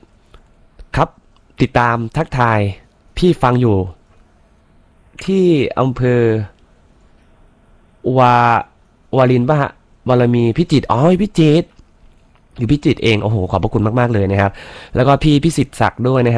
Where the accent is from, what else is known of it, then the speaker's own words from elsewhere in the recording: Isan, Thailand; ผมคนอีสานบ้านเฮาพี่น้องมื้อนี้หลายๆนะครับ